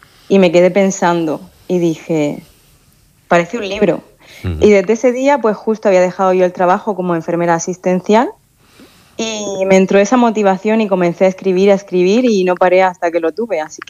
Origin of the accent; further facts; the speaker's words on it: Orihuela, Valencian Community, Spain; yo soy de Orihuela.